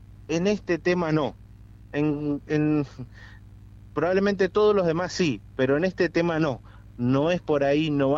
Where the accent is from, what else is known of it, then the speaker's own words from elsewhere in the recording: Argentina; que la agenda nos una como argentinos